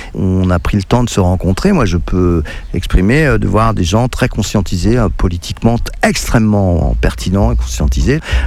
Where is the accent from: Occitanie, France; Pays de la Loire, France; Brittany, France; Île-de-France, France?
Pays de la Loire, France; Saint-Nazaire; moi je viens de Saint-Nazaire en Loire-Atlantique